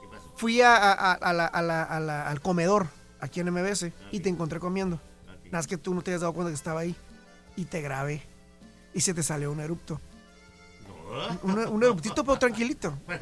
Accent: Mexicali, Baja California, Mexico; como buen mexicalense. Como buen norteño

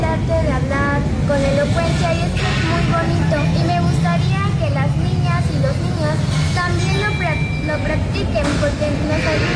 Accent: Coscomatepec, Veracruz, Mexico; Yo soy de Coscomatepec de Bravo y mi tierra es muy importante.

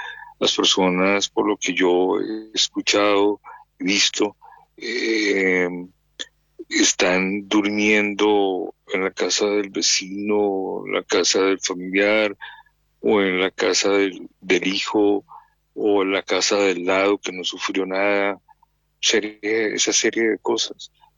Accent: Colombia; como buenos colombianos, gente pujante, gente berraca, nos ayudamos unos entre otros

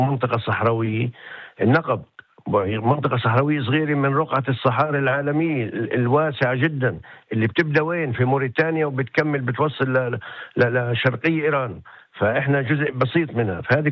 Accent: Lebanon; هذا هو الوضع عندنا في لبنان.

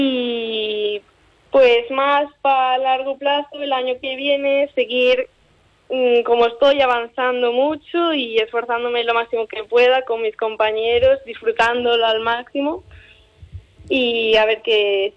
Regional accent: Xinzo de Limia, Galicia, Spain; representar a mi pueblo por todo lo alto

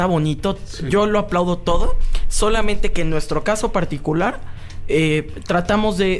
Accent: Pedregal, Mexico City, Mexico; Crecimos en el Pedregal, entonces pues se nos hizo chistoso.

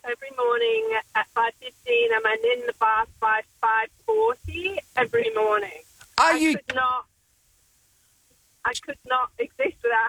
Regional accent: England, United Kingdom; I'm from England.

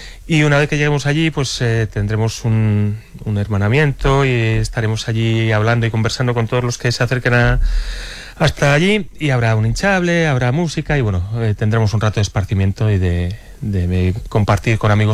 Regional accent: Santibáñez de Valcorba, Castile and León, Spain; No, bueno, vamos a puntualizar, yo soy de Santibáñez de Valcorba.

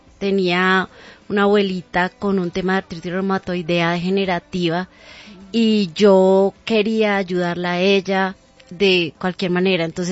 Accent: Bogotá, Bogotá Capital District, Colombia; also born or lived in Tunja, Boyacá; Soy bogotana.

